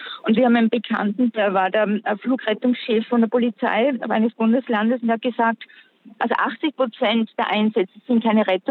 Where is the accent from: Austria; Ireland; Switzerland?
Austria; Salzburg; ich bin in Pinsker aufgewachsen.